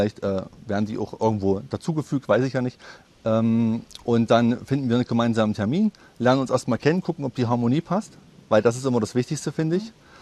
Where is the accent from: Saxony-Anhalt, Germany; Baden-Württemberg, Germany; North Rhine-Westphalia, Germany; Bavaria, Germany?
Saxony-Anhalt, Germany; Teuchern; Ich komme aus Teuchern